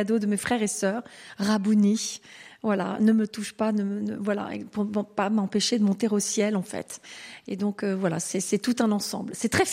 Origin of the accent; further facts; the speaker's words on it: Fronsac, Nouvelle-Aquitaine, France; je suis née ici à Fronsac et je dors actuellement dans la chambre dans laquelle je suis.